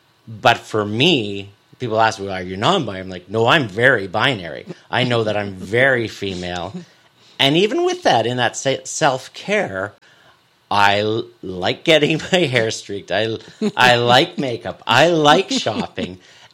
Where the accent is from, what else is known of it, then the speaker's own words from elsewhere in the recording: Penticton, British Columbia, Canada; also born or lived in Summerland; And growing up here in this region, growing up in Penticton and Summerland, and in a fairly well-known family